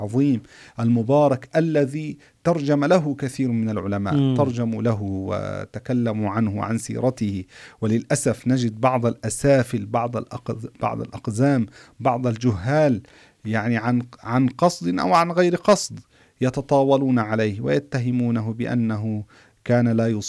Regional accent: Egypt; عندنا في مصر

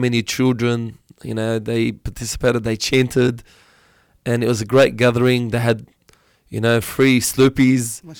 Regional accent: Liverpool, New South Wales, Australia; Liverpool area, which is my hometown, the Liverpool

